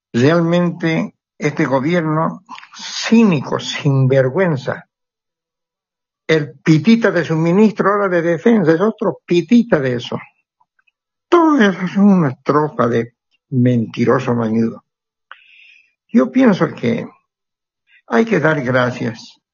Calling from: Santa Cruz, Bolivia; Le hablo desde Santa Cruz de la Sierra, del barrio Villa Primero de Mayo, del departamento del Foco de la Derecha.

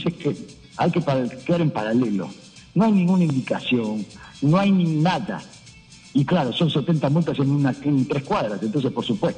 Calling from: Lima, Peru; Buenas noches, realmente, de Lince.

